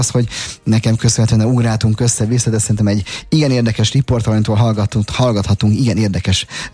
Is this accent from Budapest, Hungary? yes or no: yes; Budapest, Hungary; Én gyerekkoromban a Lehel piac mellett nőttem fel